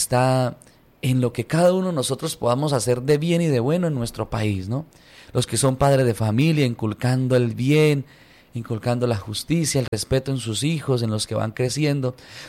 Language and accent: Spanish; Colombia; cómo he yo actuado como colombiano, ¿no?